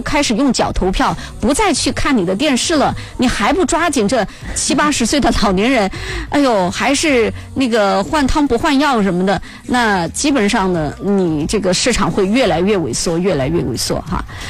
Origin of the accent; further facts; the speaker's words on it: China; 我们中国人